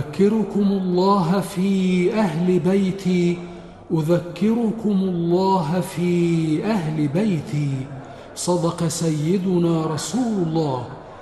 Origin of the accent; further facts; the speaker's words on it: Egypt; بلادنا مصر